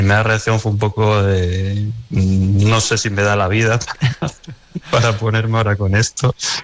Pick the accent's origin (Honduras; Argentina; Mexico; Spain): Spain; Gijón, Asturias; also born or lived in Oviedo / Allande; yo estuve varios años viviendo en la Pola, ¿no? Uh-huh. Me nacieron en Oviedo, pero luego me crié en Gijón y luego, bueno, pasé, como digo, mucho tiempo en Allande.